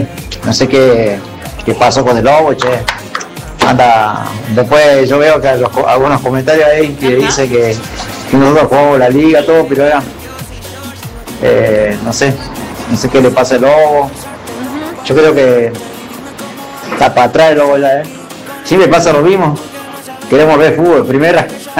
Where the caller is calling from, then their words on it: Jujuy, Argentina; Yo creo que somos jujeños